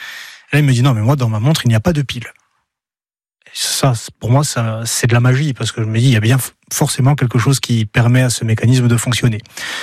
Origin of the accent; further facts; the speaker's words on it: Solenzara, Corsica, France; j'ai grandi à Solenzar et je suis parti faire mes études pour passer mon baccalauréat à Bastia, à Montésor, où j'étais à l'internat.